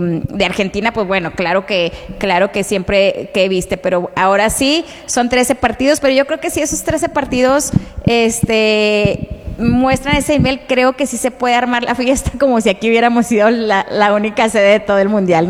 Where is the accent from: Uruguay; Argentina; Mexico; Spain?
Mexico